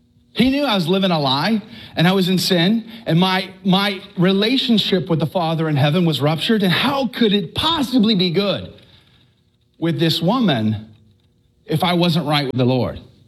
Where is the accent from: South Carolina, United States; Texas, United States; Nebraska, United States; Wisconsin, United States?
Texas, United States; I'm from Texas.